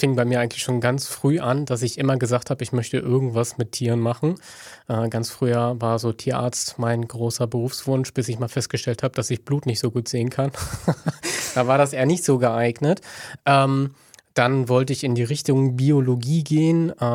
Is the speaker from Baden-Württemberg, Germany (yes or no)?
no; Mecklenburg-Vorpommern, Germany; now in Rostock, Germany; Wenn man ja hier aus Mecklenburg oder so wie ich aus Vorpommern kommt, dann stellt sich eigentlich sehr häufig nur die Frage, ob man in Greifswald oder in Rostock studiert.